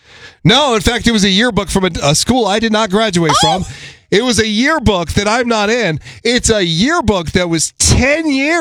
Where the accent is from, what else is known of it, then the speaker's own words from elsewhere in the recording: Medford, Oregon, United States; moved away; I went back to my hometown of Medford, Oregon.